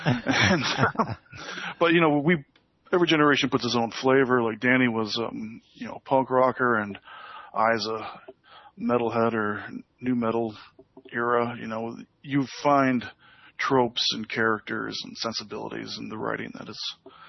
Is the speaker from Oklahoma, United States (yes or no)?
no; Wisconsin, United States; my friends that I grew up with in Wisconsin